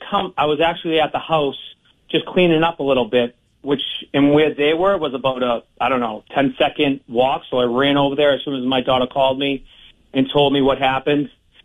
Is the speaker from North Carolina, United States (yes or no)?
no; Boston, Massachusetts, United States; I'm born and raised in South Boston. I'm 42 years old. My parents are from South Boston.